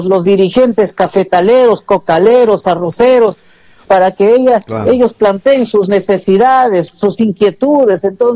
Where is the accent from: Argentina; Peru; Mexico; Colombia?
Peru; Amazonas; Soy un constitucionalista del Perú y soy amazonense.